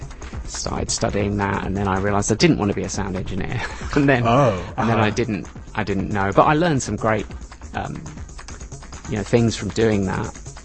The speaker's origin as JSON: {"language": "English", "town": "Northampton", "region": "East Midlands", "country": "United Kingdom", "tie": "born or raised there", "said": "I grew up in a small village outside a small town. I grew up outside Northampton in the UK, and there wasn't a whole lot there."}